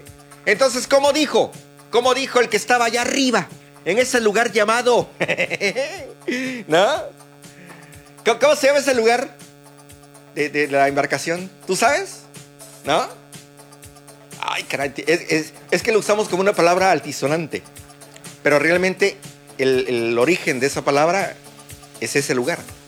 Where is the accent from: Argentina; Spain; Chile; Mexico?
Mexico; Somos mexicanos, los mexicanos de por sí tenemos un lenguaje caló